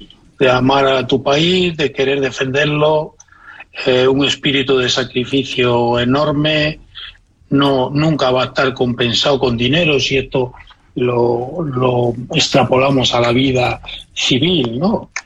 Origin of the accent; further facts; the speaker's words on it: Galicia, Spain; Yo siempre pregunto como buen gallego, ¿comparado con quién?